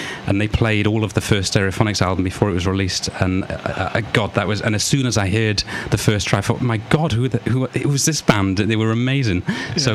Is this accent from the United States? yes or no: no; Blackwood, Wales, United Kingdom; my hometown of Blackwood